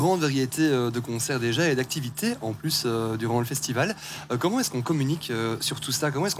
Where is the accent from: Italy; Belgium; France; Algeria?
Belgium; Liège, Wallonia; je viens de Liège.